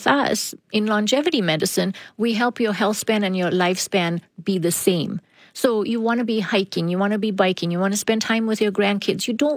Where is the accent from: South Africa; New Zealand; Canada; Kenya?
South Africa; moved away as an adult; I'm from South Africa